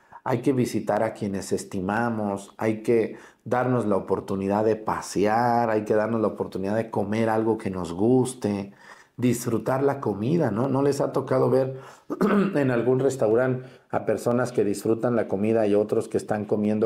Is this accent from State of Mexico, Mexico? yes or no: no; Michoacán, Mexico; moved away; En mi pueblo, cuando yo era niño, todos mis paisanos, casi todos, por ahí entre los años 50 a los años 2000, casi todos se fueron a hacer paletas a todo el país, ¿no? Por eso mi pueblo es la cuna nacional del helado, sobre todo las paletas.